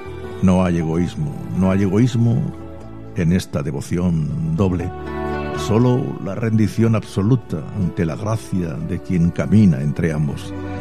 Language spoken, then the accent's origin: Spanish; Region of Murcia, Spain; Y yo soy murciano por los cuatro costados, José.